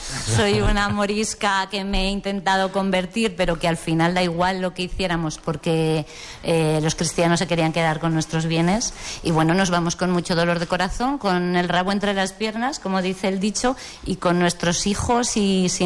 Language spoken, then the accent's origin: Spanish; Gea de Albarracín, Aragon, Spain; Yo, por ejemplo, que soy de Gea y he vivido en Gea en mi infancia